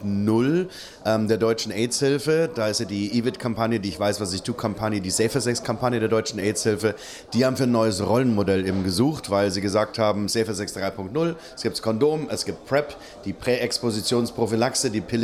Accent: Germany; now in United States; wobei es in Deutschland bei uns ja auch gerade sehr herausfordernd aussieht, aber das ist halt hier mein Heimatland und ich will dann lieber den Kampf für unsere Rechte, den wir weiterhin kämpfen müssen, hier kämpfen.

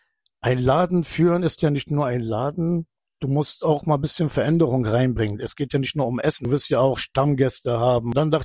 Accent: Konya, Turkey; now in Berlin, Germany; Ich komme aus der Türkei, aus der Region Konya. Bin 1999 nach Deutschland gekommen, spezifisch nach Berlin

